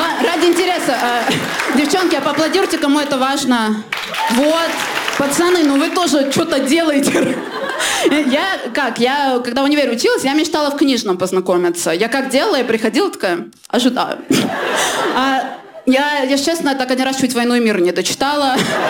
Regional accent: Armenia; я такая, так, я армянка, я на приколе.

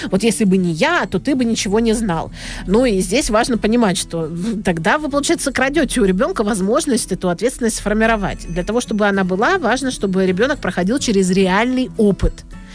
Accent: Vladivostok, Primorsky Krai, Russia; я запросто вижу, как это могло даже вот произойти в моем родном городе Владивостоке.

